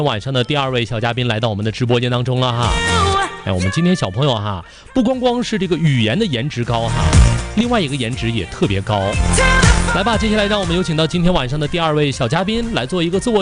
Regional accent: Hulunbuir, Inner Mongolia, China; now in Hohhot, China; 去了呼伦贝尔大草原哈，去了我的家乡

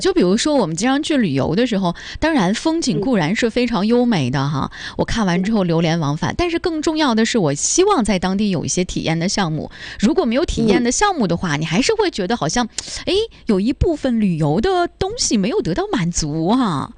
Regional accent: Inner Mongolia, China; 因为土生土长的内蒙人嘛

